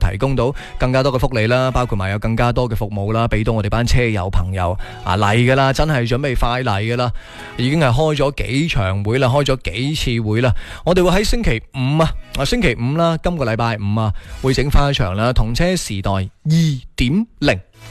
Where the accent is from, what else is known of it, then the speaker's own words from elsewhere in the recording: Zhanjiang, Guangdong, China; moved away; 喺湛江打卡喎，喺我乡下喎